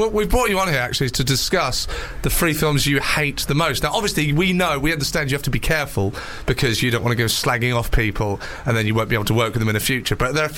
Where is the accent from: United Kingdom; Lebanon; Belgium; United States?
United Kingdom; England; because we're English